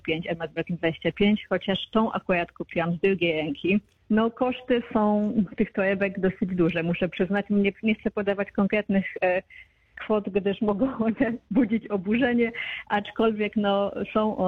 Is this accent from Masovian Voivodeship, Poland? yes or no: yes; Radom, Masovian Voivodeship, Poland; now in Australia; Z Radomia.